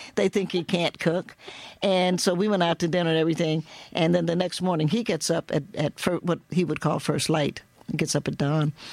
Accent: the South, United States; Being a Southerner

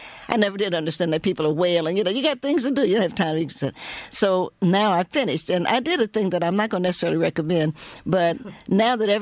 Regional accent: Cincinnati, Ohio, United States; also born or lived in Knoxville; And I'm a Cincinnatian I'm a Knoxvillian by birth.

